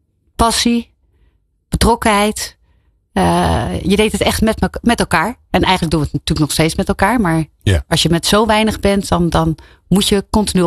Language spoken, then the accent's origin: Dutch; Rotterdam, South Holland, Netherlands; Ik kom uit Rotterdam.